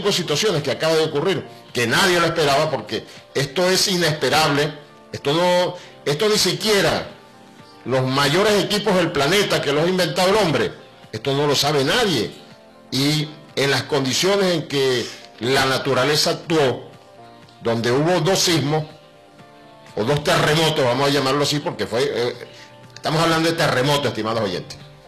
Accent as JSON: {"language": "Spanish", "country": "Venezuela", "said": "todos somos venezolanos"}